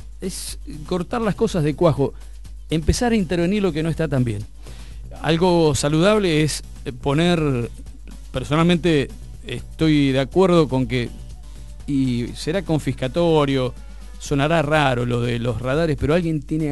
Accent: General Villegas, Buenos Aires Province, Argentina

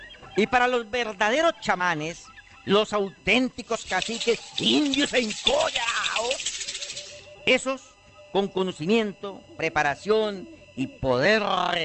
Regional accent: Colombia; Justamente en Colombia, en mi tierra natal, en mi tricolor amarillo, azul y rojo

